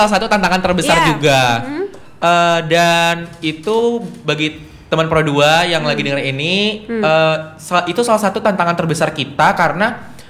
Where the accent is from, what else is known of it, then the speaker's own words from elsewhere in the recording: Natuna, Riau Islands, Indonesia; kita kan orang Natuna, kita itu dari ujung utara gitu, dari perbatasan